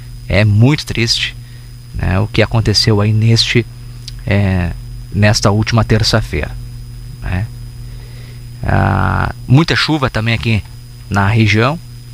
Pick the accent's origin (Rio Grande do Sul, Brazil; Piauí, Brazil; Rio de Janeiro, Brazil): Rio Grande do Sul, Brazil; Bento Gonçalves; sou de Bento Gonçalves e estou tentando contato com meus pais que moram na cidade de Fontoura